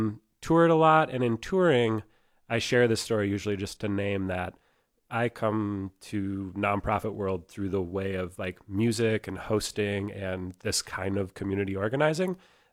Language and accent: English; Racine, Wisconsin, United States; now in Texas, United States; I come to Texas by way of Wisconsin. I'm from Racine.